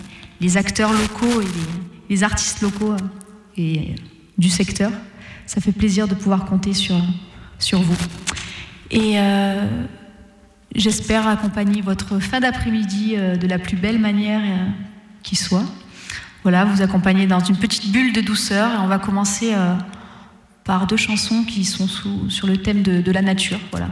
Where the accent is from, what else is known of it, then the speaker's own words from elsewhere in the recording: Auvergne-Rhône-Alpes, France; Je suis très contente d'être là. Comme l'a dit Stéphane, je viens du Cantal, pas très loin d'ici. Joli département également.